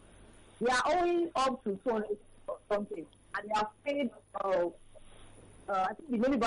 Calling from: Kirikiri, Lagos, Nigeria; I'm calling from Kirikiri.

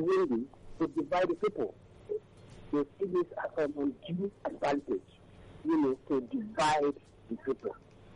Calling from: Abaranje, Lagos, Nigeria; I'm calling from Abaranje in Ikoton.

